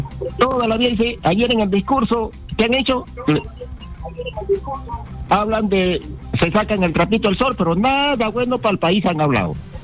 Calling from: Barranca, Lima, Peru; Le hablo desde Barranca, Norte Chico.

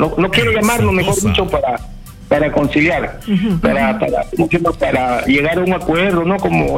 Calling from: Talara, Piura, Peru; le hablo de Talara.

